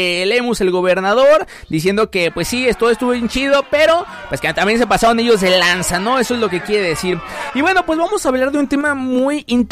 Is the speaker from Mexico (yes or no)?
yes; León, Guanajuato, Mexico; De nosotros también, como leoneses, como guanajuatenses, como mexicanos